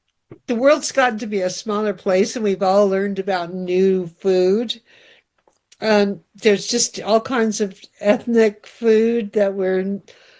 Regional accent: Southwest, United States; now in Connecticut, United States; I'm from the Southwest.

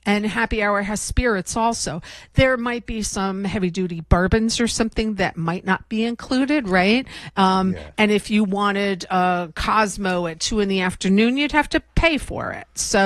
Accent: Germany; It comes from Düsseldorf, Germany, because I grew up in Germany.

